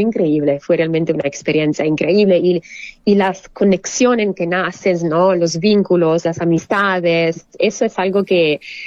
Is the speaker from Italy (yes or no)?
yes; Italy; born there; Spanish is a second language; cuando volví a Italia fue bajar al río de mi pueblito, entonces, no de Torino, sino de donde originariamente, donde